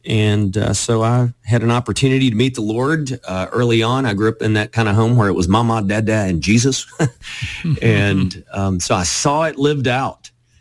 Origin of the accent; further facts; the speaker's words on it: Texas, United States; Well, I'm born and raised in North Texas. I don't know why they call it North Texas. It's the Dallas-Fort Worth area.